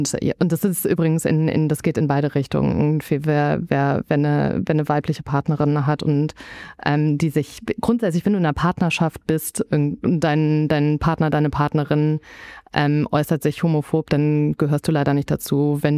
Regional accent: Düsseldorf, North Rhine-Westphalia, Germany

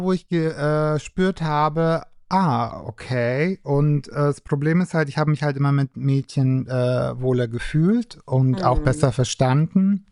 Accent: Rothenburg ob der Tauber, Bavaria, Germany; Ich bin aus Franken. Und erstmal war das schon mal so dieses, oh mein Gott. Und wir sind beide fränkisch. Sache war die so, weil ich komme aus der Kleinstadt Rodenburg

